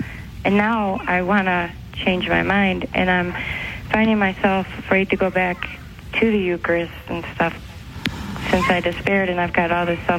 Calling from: Michigan, United States; Michigan.

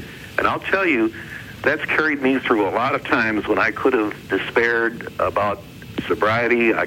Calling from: Indiana, United States; I'm from Indiana.

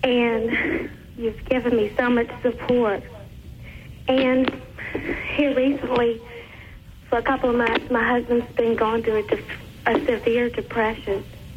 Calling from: Lake Charles, Louisiana, United States; Lake Charles.

